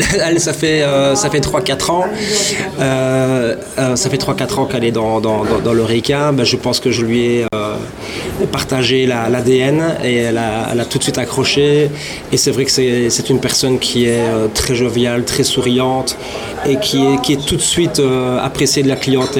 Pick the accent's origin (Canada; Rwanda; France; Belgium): Belgium; Liège, Wallonia; moved away as an adult; now in Theux, Belgium; En fait, on est tous les deux originaires de la ville de Liège